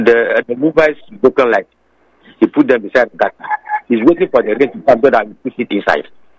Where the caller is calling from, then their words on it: Adenta, Greater Accra, Ghana; I'm calling from Adenta.